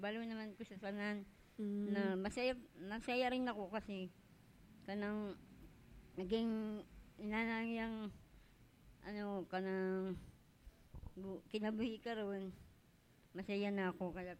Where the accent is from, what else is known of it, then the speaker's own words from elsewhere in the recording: Manila, Metro Manila, Philippines; moved away as an adult; ako taga dire, ako taga Maynila.